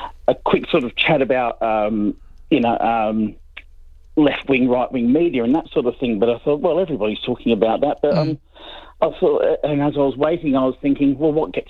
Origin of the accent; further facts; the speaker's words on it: Brisbane, Queensland, Australia; I'm from Zilmere in Brisbane.